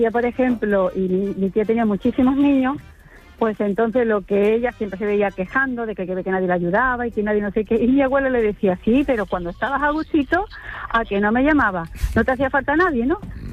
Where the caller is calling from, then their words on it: Andalusia, Spain; Mira, aquí en Lizona, ¿no?, en la zona de Cádiz